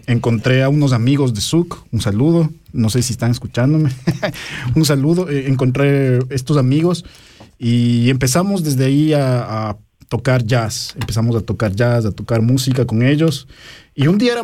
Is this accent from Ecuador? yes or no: yes; Ecuador; y bueno, por ese lado es importante también para mí como ecuatoriano estar preparado en este tipo de cosas